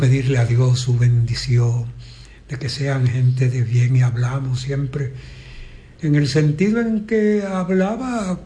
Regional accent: Dominican Republic; Soy dominicano.

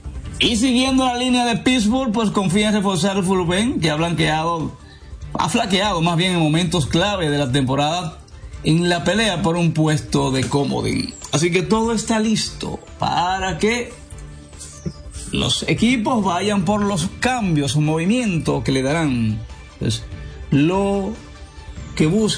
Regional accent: La Vega, Dominican Republic; born there; de mi tierra, Bacuí Abajo

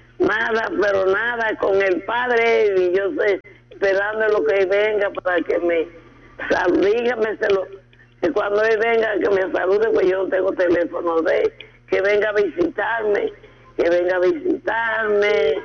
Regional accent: Santiago, Dominican Republic; yo soy de Posiquito del Limón, y yo para venir a misa aquí a Navarrete los domingos por la mañana, cogía burro emprestado.

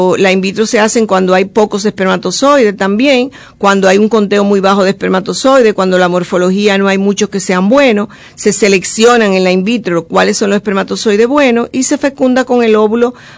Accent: Dominican Republic; moved away; also born or lived in Spain; esos somos los dominicanos, por eso somos dominicanos, por ser tan joviales

